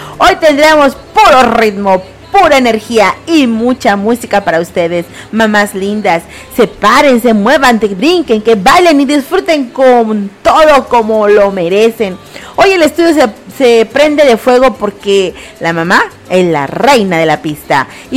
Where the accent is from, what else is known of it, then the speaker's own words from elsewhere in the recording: Tizimín, Yucatán, Mexico; transmitiendo con mucho orgullo, con toda la potencia y todo el corazón desde mi tierra hermosa, desde Tizimín, Yucatán